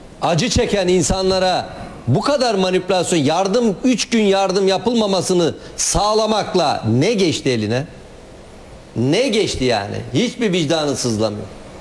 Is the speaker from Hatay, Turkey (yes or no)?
yes; Hatay, Turkey; Ben de bir Hataylı olarak